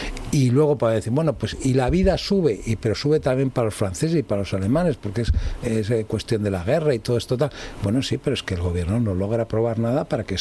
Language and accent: Spanish; Spain; yo siento decir esto porque me siento español, aunque no tengo mucho sentimiento de identidad, que he vivido en muchas partes